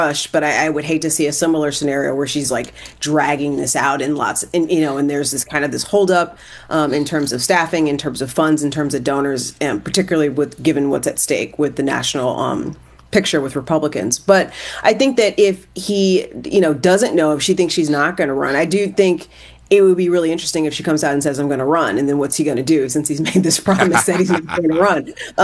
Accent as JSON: {"language": "English", "region": "Ohio", "country": "United States", "also_born_or_lived": "Indiana", "said": "I'm originally from Ohio, and I spent some time in Indiana, and I am constantly shocked every time I go back to those states"}